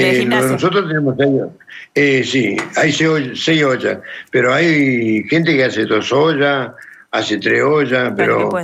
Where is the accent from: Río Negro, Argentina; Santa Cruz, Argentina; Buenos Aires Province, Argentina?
Santa Cruz, Argentina; Caleta Olivia; moved away; mi ciudad, que es Caleta Olivia